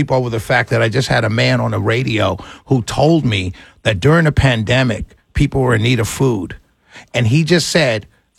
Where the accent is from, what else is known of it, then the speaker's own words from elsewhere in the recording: New York City, New York, United States; I grew up in New York City, and down on Broadway, there are a lot of Puerto Ricans and Haitians